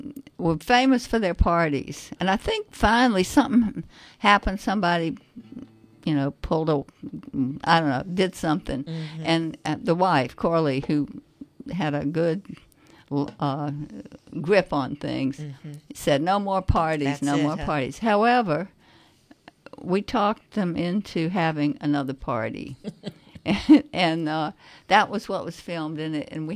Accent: Louisiana, United States; I grew up in Louisiana.

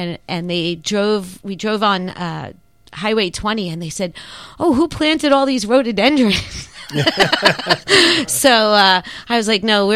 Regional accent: New York, United States; now in Port Townsend, United States; I grew up in New York.

